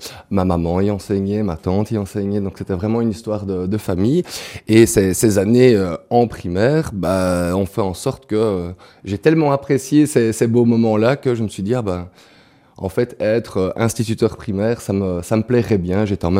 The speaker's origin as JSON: {"language": "French", "region": "Wallonia", "country": "Belgium", "tie": "born or raised there", "also_born_or_lived": "Lubumbashi, Congo", "moved": "as an adult", "lives_now": "Namur area, Belgium", "said": "Moi, je viens d'un petit village qui est situé près de Liège. Voilà, où j'ai fait aussi mes classes primaires et maternelles dans ce petit village."}